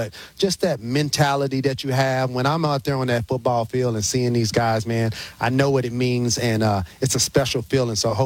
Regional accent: Texas, United States; moved away; Kansas City is like a second home for me. Born and raised in Texas

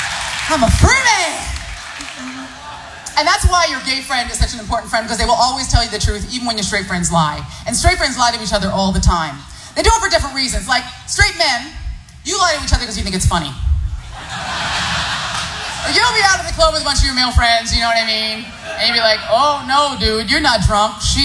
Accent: San Francisco, California, United States; I grew up in San Francisco. It's like a rule. Right? It is. It's a rule in San Francisco.

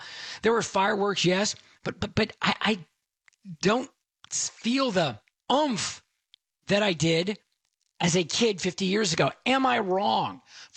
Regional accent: Dallas, Texas, United States; I went, and I grew up in Dallas.

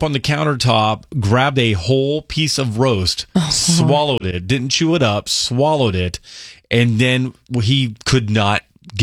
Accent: West Jefferson, United States; West Jefferson, my hometown.

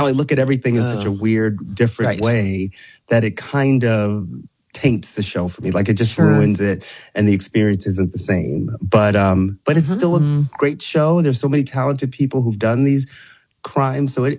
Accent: New York City, New York, United States; Know, as a little black kid growing up in New York City.

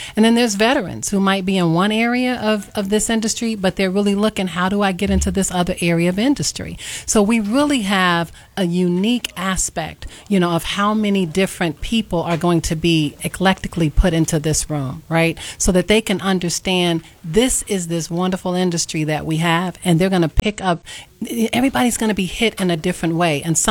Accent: Chicago, Illinois, United States; born or raised there

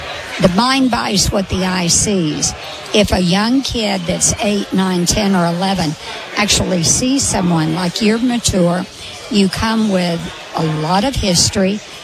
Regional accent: Arkansas, United States; moved away as an adult; And born and raised in Arkansas, I thought I'd never leave.

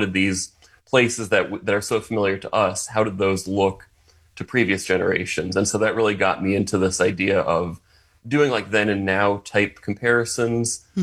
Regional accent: New England, United States; It was growing up in New England, being surrounded by history

